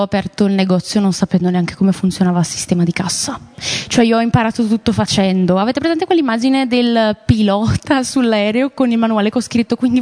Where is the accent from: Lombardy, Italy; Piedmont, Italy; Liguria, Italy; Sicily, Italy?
Lombardy, Italy; Brescia; sono cresciuta comunque a Brescia, in una città che non è molto open-minded, diciamo.